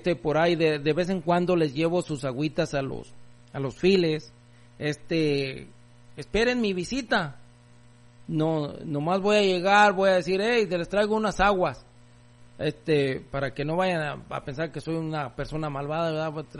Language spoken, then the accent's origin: Spanish; Guadalajara, Jalisco, Mexico; also born or lived in Huejúcar, Jalisco; now in United States; Creado por el área de Guadalajara y pues nacido en Huejúcar, Jalisco.